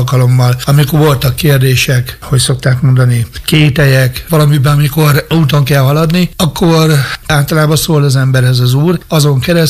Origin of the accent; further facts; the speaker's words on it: Nyíregyháza, Szabolcs-Szatmár-Bereg, Hungary; mivel hogy 12 éves koromban költöztünk be Sóstóhegyről Nyíregyháza